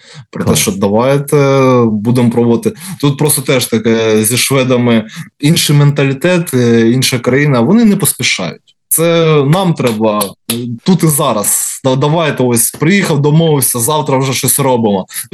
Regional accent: Kharkiv, Kharkiv Oblast, Ukraine; Ось я з Харкова, у нас є циркова студія

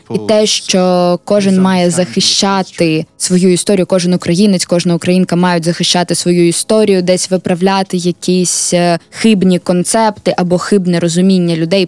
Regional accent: United Kingdom; Ukrainian is a second language; moved away as an adult; now in United States; Я маю дуже багато любові саме до Британії, бо я зростав у цьому контексті, і дуже багато речей ставалося саме у цьому контексті. Я ідентифікую себе більше з Британією, але зараз я живу в Сполучених Штатах, тому що там моя дружина.

